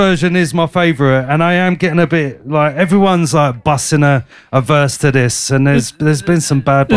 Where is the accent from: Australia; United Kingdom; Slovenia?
United Kingdom; London; I'm from London, right?